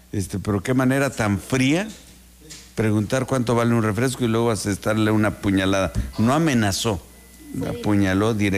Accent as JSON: {"language": "Spanish", "country": "Mexico"}